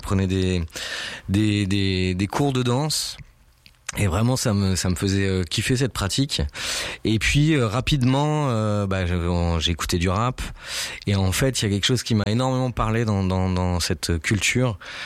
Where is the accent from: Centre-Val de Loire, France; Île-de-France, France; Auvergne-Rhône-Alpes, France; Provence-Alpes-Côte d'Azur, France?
Centre-Val de Loire, France; Tours; on est tourangeaux à la base.